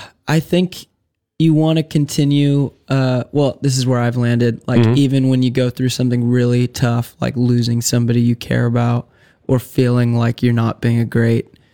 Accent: San Diego, California, United States; And we're from San Diego and we're pretty stoked guys.

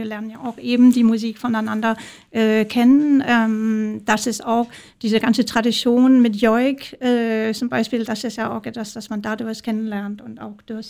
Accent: Denmark; als Dänin

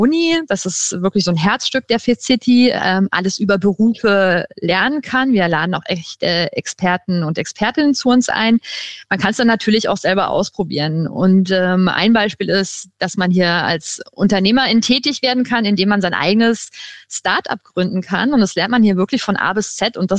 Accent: Southern Germany, Germany; now in Berlin, Germany; ich komme aus dem Süden und meine nächste Spielstadt wäre dann eher Mini-München gewesen.

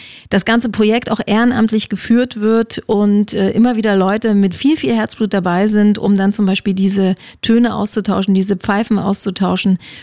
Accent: Halberstadt, Saxony-Anhalt, Germany; Allererster Linie, ich komme aus Halberstadt, wenn mich nicht alles täuscht.

